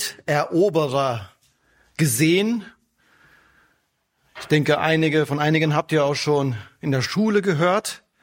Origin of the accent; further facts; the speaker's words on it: North Rhine-Westphalia, Germany; Nicht weit von dem Ort, wo ich aufgewachsen bin, da erstreckt sich in weiter Höhe das Hermannsdenkmal.